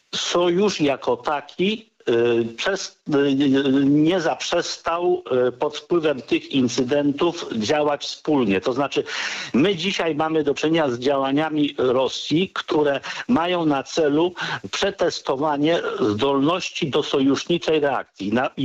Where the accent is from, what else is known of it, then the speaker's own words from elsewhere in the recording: Gdańsk, Pomeranian Voivodeship, Poland; jestem z Gdańska